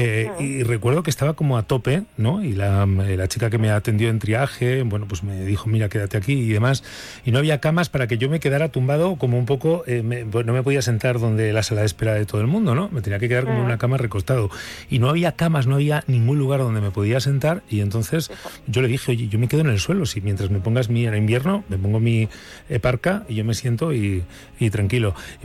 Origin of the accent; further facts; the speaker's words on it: Burgos, Castile and León, Spain; cuando volvía de Burgos, yo soy de Burgos, y en Navidad volvía después de pasar los días de Navidad con mis padres